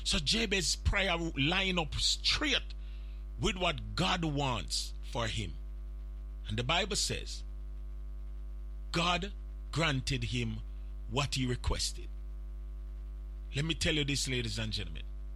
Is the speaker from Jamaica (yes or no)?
yes; Jamaica; Because you know we as Jamaican, we leave off the H, right?